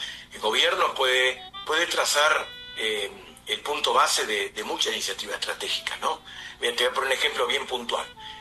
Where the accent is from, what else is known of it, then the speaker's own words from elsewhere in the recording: Argentina; siendo argentino y en 20 años de esta disciplina